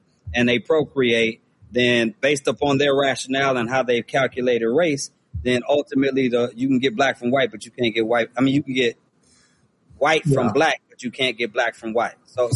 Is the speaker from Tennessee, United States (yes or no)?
no; Benton Harbor, Michigan, United States; the people in the greater Chicago area are actually closer to my hometown, which has been Benton Harbor, Michigan.